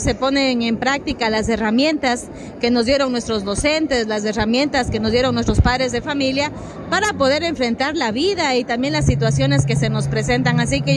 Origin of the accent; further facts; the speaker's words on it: Ecuador; Entonces es un día para recordar que somos ecuatorianos, que tenemos también valores patrios